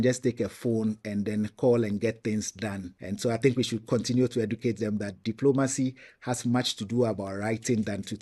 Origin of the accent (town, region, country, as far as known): Ghana; moved away as an adult; now in South Africa